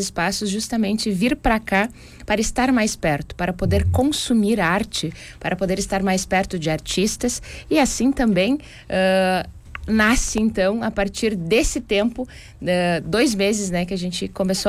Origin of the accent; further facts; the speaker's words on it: Porto Vera Cruz, Rio Grande do Sul, Brazil; born there; also born or lived in Nova Araçá / Serra Gaúcha; now in Garibaldi, Brazil; A minha cidade natal é Porto Vera Cruz, lá na fronteira do estado, mas morei quase 20 anos na região da Serra já. Nova Araçá foi minha cidade recentemente e eu cheguei em Garibaldi há quase há 3 meses.